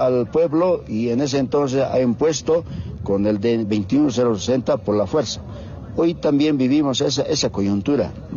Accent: Bolivia

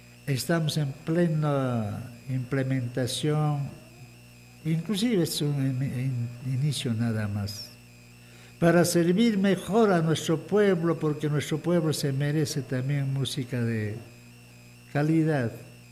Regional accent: Acomayo province, Cusco, Peru; born there; moved away; yo cuánto quisiera ir a mi tierra a comerme los ricos platos que en esta temporada se hace, pues, a base de insumos de los diferentes distritos de mi provincia de Acomayo.

